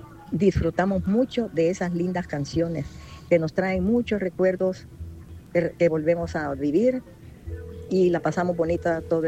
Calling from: Ilopango, San Salvador, El Salvador; los escucho en Ilopango.

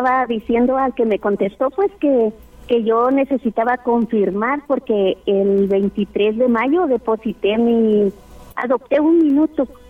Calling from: Tijuana, Baja California, Mexico; De acá, de Tijuana.

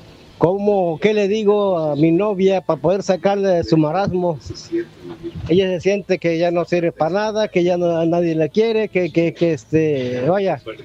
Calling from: Cardel, Veracruz, Mexico; Soy el escucha de … de Cardel.

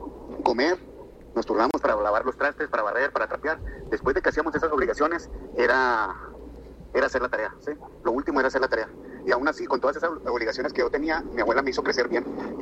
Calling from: San Juanito, Mexico; Yo soy de San Juanito, crecí con mi abuela.

